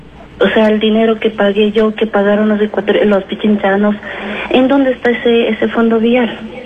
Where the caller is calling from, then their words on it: Ecuador; Creo que como ecuatorianos tenemos derecho al buen vivir